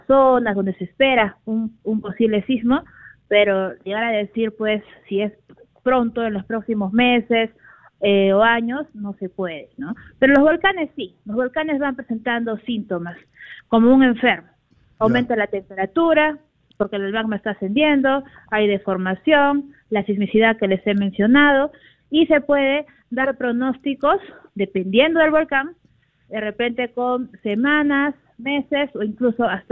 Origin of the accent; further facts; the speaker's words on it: Peru; que es lo más importante como peruanos